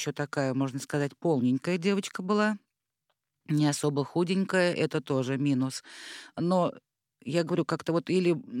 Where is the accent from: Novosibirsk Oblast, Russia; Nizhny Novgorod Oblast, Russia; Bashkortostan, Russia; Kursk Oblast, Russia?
Bashkortostan, Russia; moved away as an adult; now in Moscow, Russia; Когда я переезжала в Москву, я сама из Башкирии